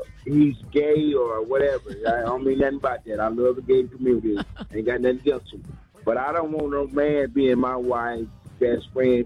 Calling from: Houston, Texas, United States; out of Houston, Texas.

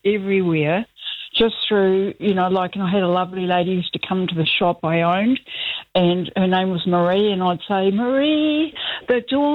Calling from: Newcastle, New South Wales, Australia; I'm listening from Australia. I listen to you every night.

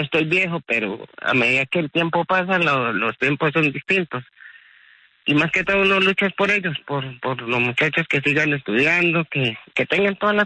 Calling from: Piedecuesta, Santander, Colombia; Yo vivo en Piedecuesta, en una vereda en Piedecuesta.

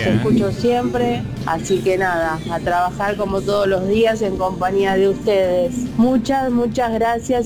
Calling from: Caseros, Buenos Aires Province, Argentina; del kiosco La Reina Isabel de Caseros.

